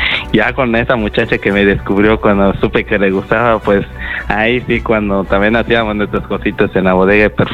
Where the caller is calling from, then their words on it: Mérida, Yucatán, Mexico; te estoy escuchando aquí desde Mérida. Mérida, Yucatán.